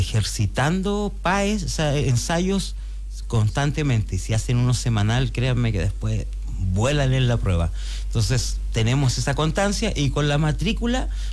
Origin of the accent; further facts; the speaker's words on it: Antofagasta, Chile; born there; moved away as an adult; also born or lived in Argentina; yo soy de Antofagasta, yo nací en Antofagasta